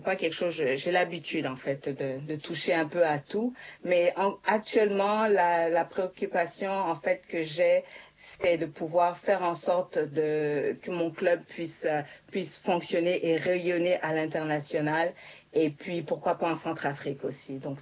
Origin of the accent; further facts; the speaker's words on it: Montreal, Quebec, Canada; born there; also born or lived in Bangui; Moi, je suis née à Montréal, puis évidemment j'ai vécu aussi à Bangui en France